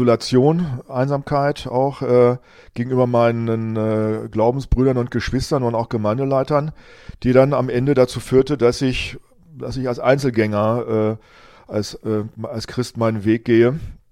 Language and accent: German; Rinteln, Lower Saxony, Germany; meiner damaligen Heimatgemeinde quasi meine Geburts- und Kinderstube, Geburtsgemeinde und Kinderstube, wo ich aufgewachsen bin. Das war meine Familie, die Jesusgemeinde in den Rinteln